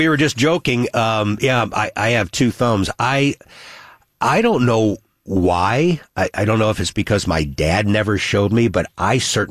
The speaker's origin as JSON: {"language": "English", "town": "Florissant", "region": "Missouri", "country": "United States", "tie": "born or raised there", "also_born_or_lived": "Lake St. Louis", "said": "And I think about me growing up in Florissant in the 60s, and then our family moving out to this new place called Lake St. Louis in the 70s."}